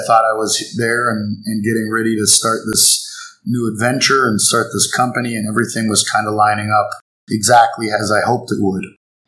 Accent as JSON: {"language": "English", "town": "Toronto", "region": "Ontario", "country": "Canada", "moved": "as an adult", "lives_now": "Guangzhou, China", "said": "So I'm from Toronto, from Canada. I went to university down in the States"}